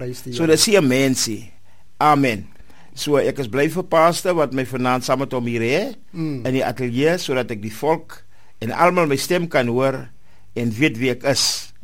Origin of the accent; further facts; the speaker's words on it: Victoria West, Northern Cape, South Africa; moved away; ek is eindelijk oorspronkelijk van die Karoo, Victoria West.